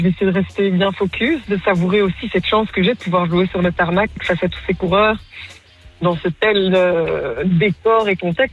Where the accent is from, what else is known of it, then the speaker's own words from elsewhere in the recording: Belgium; en tant que bon Belge